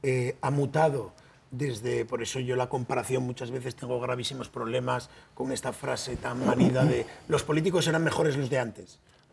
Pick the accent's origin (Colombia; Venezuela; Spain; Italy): Spain; Asturias; Yo soy asturiano